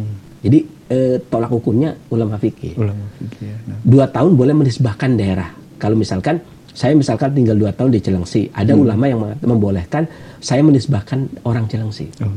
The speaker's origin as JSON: {"language": "Indonesian", "town": "Pemalang", "region": "Central Java", "country": "Indonesia", "tie": "born there", "also_born_or_lived": "Cilacap", "lives_now": "Bekasi, Indonesia", "said": "kayak misalkan saya lahir di Pemalang. Maka tabiat saya adalah tabiat Pemalang. Setelah itu kemudian saya tinggal di agak lama 5 tahun lebih di Cilacap."}